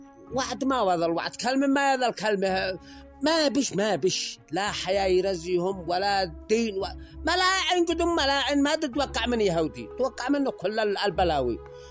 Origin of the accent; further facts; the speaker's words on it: Yemen; والقيادة هم اخبار بالنسبة لنا احنا كشعب يمني حاضرين جاهزين مستعدين